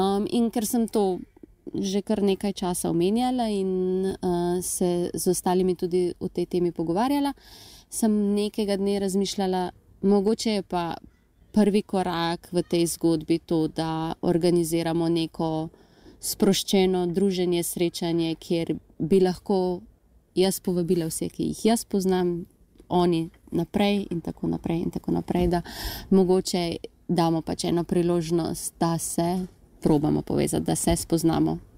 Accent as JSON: {"language": "Slovenian", "region": "Ljubljana", "country": "Slovenia", "lives_now": "Graz, Austria", "said": "in prihajam iz Ljubljane. V Grad sem prvič prišla na Erasmus študij prevajalstva."}